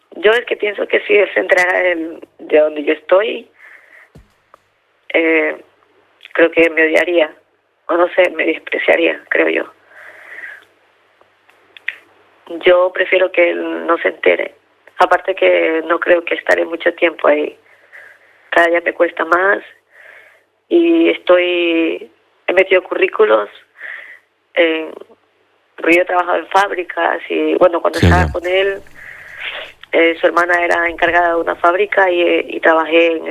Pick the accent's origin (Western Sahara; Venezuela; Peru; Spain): Venezuela